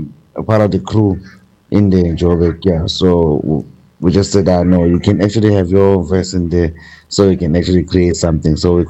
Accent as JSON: {"language": "English", "region": "KwaZulu-Natal", "country": "South Africa", "moved": "as an adult", "lives_now": "Eastern Cape, South Africa", "said": "I'm from KZN. I'm from KZN."}